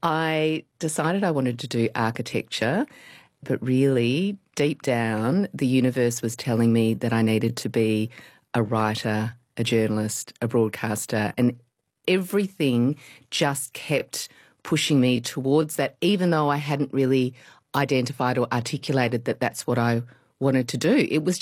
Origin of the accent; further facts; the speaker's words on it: Australia; as an Asian growing up in Australia in the 70s